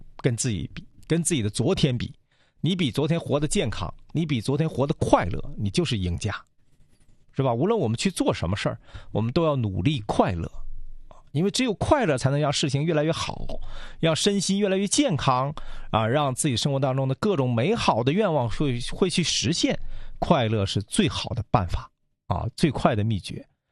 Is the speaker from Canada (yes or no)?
no; China; 我们中国人